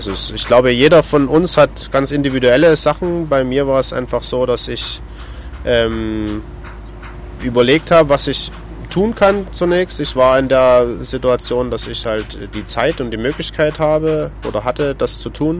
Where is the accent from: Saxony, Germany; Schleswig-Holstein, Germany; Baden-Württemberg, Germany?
Saxony, Germany; Dresden; Und dann war es natürlich recht naheliegend, das in einem Verein zu tun, der auch in meiner Heimatstadt, also in dem Fall Dresden, ansässig ist.